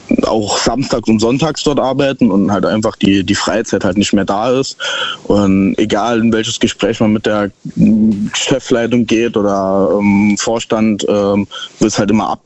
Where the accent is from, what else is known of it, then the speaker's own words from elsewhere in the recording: Saarbrücken, Saarland, Germany; Ich komme aus Saarbrücken.